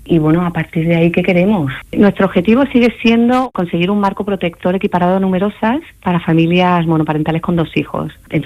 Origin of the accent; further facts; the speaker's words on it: Seville, Andalusia, Spain; moved away; En segundo lugar, me mudé a Sevilla, que soy sevillana.